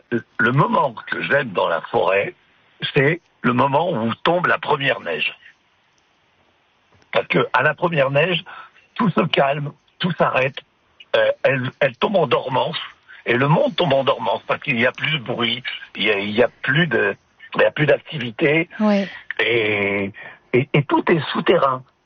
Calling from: Yukon, Canada; je vis au nord du 60e parallèle, au Yukon.

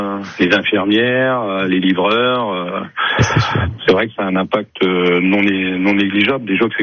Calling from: Amiens, Hauts-de-France, France; Moi, je me promène depuis que je vis à Amiens.

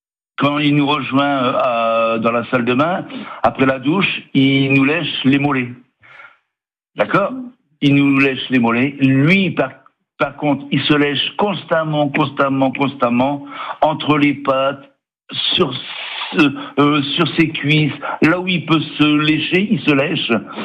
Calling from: Hauts-de-France, France; moi, j'appelle de Vombay.

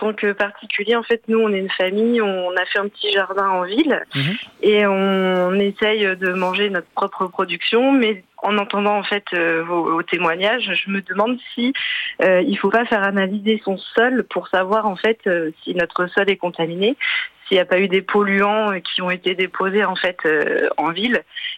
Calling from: Le Havre, Normandy, France; J'appelle du Havre.

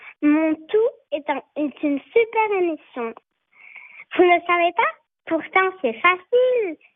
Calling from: Saint-Denis, France; j'ai 7 ans et j'habite à Saint-Denis.

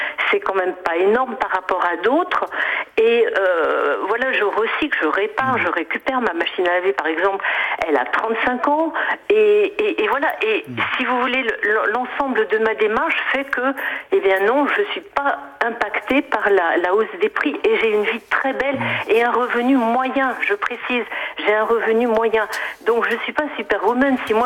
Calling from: La Rochelle, Nouvelle-Aquitaine, France; J'appelle de La Rochelle.

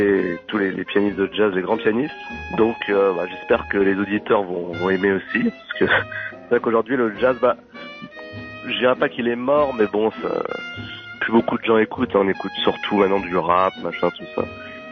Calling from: L'Haÿ-les-Roses, Île-de-France, France; j'habite à L'Haÿ-les-Roses. Donc c'est une ville en 94.

